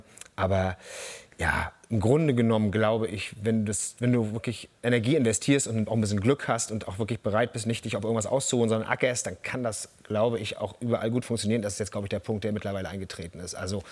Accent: Mecklenburg-Vorpommern, Germany; Ich glaube tatsächlich, als Mecklenburger ist das verpflichtend, dass man Camper ist.

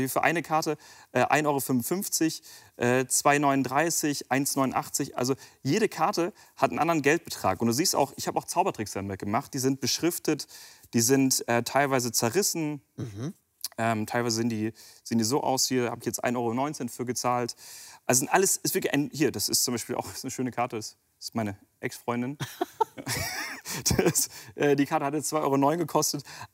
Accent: Japan; German is a second language; Ich bin Japaner

